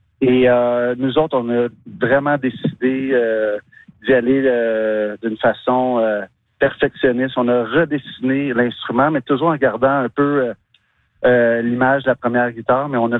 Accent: Montreal, Quebec, Canada; Je viens de Montréal moi-même, j'habite Montréal.

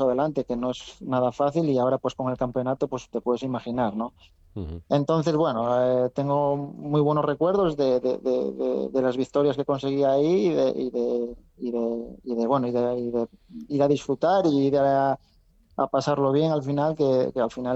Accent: Ribadesella, Asturias, Spain; yo soy de Ribadesella y entreno en Ribadesella

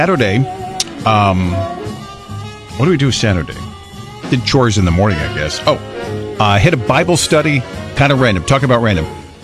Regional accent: Coventry, Rhode Island, United States; my hometown, Coventry America 250 Parade, which was fantastic in my hometown, Coventry, Rhode Island. So I was right there on South Main Street. And so I'm at my hometown.

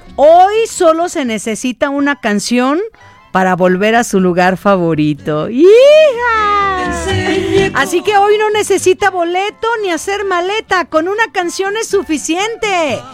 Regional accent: Jalisco, Mexico; Ay, yo soy de Jalisco. Ay, no puedo decirle que no un tequilita.

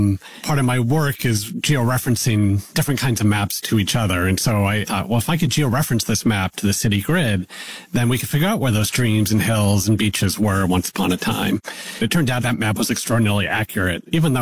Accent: California, United States; moved away as an adult; now in New York City, United States; I moved to New York City. It was 25 years ago, and I was from Northern California, and I'd only been in New York once before, and I never lived in a big city.

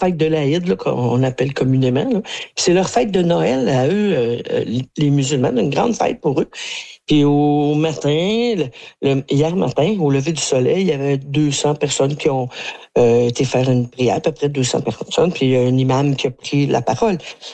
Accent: Quebec, Canada; moi, je suis fière de la Mauricie, je suis un peu chauvine, et je suis fière qu'on se retrouve au national

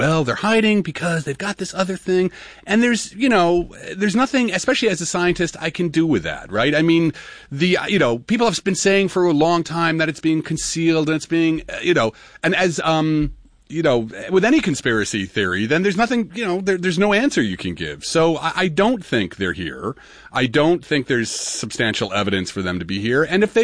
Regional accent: Newark, New Jersey, United States

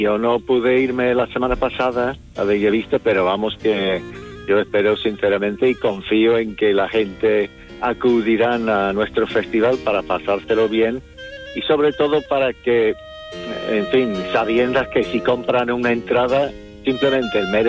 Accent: Liverpool, North West England, United Kingdom; Spanish is a second language; moved away as an adult; now in Valencina de la Concepción, Spain; Mi país de origen es el Reino Unido, yo soy de Liverpool.

